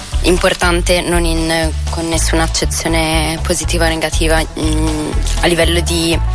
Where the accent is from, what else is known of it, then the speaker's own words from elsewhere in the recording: Milan, Lombardy, Italy; diciamo che vengo da Milano.